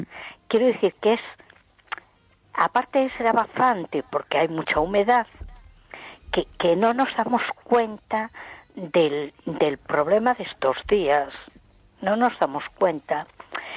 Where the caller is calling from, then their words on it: A Coruña, Galicia, Spain; de Coruña.